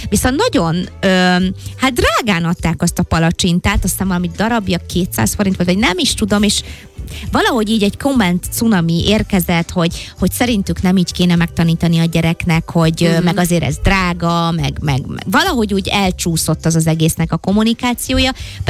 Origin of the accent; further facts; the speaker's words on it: Dunaharaszti, Pest, Hungary; én Dunaharasztin nőttem fel, és hát lehet, hogy valakinek mond valamit, az Uzsoki utca, az egy ilyen kis városszéli, kicsit kihaltabb, ráadásul még akkor pláne, valahogy úgy tényleg így a város peremén laktunk